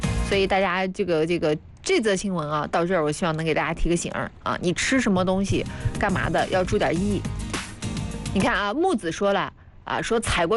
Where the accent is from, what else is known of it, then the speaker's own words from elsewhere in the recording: Anhui, China; 我们这边你也知道，我们安徽这边啥东西都红烧啊，干煸啊，炖的。